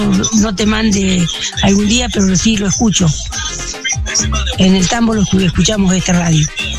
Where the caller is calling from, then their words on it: Urdampilleta, Buenos Aires Province, Argentina; de Urdán Pilleta.